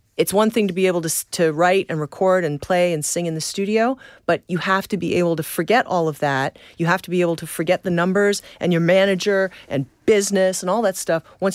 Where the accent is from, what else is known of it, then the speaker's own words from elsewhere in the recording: Canada; "Mr. Moore … You know, I'm from Canada, big fan."